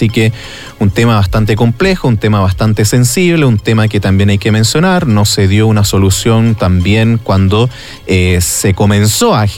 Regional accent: Los Vilos, Coquimbo, Chile; quienes sobre todo somos de Los Vilos

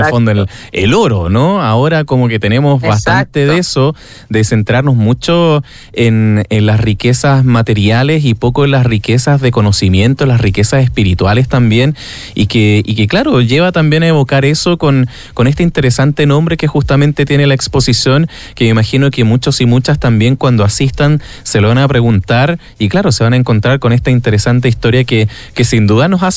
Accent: Los Vilos, Coquimbo, Chile; nosotros quienes somos de acá de Los Vilos

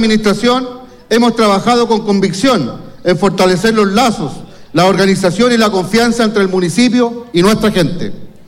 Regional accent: Chile; hoy celebramos también nuestra identidad como chilenos.

